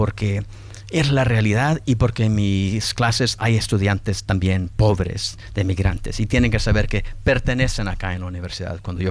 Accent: Chalatenango, El Salvador; now in New York, United States; yo vengo de las montañas de Chalatenango, por razones de educación ahora pues soy profesor en la gran ciudad de Nueva York, una universidad jesuita.

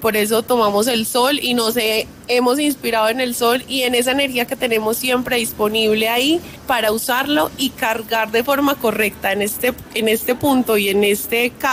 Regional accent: Medellín, Antioquia, Colombia; moved away as an adult; now in La Calera, Colombia; Soy de Medellín. Uh-huh. Y me vine a vivir a Bogotá el año pasado, vivo en La Calera y vivo cerca del páramo de Chingaza

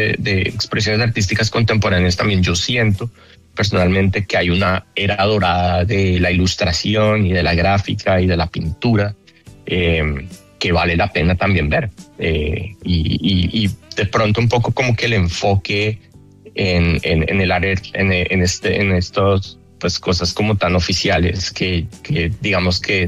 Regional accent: Colombia; now in United States

